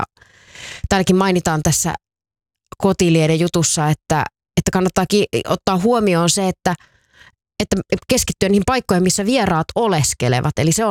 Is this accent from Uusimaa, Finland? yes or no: no; Tampere, Pirkanmaa, Finland; toimittajaksi jonnekin pois kotikaupungistani Tampereelta